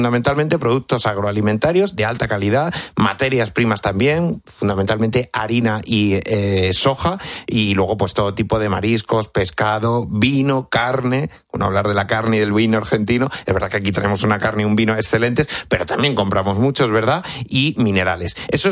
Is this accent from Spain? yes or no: yes; Cáceres, Extremadura, Spain; Yo, por ejemplo, que soy de Cáceres, que soy de Extremadura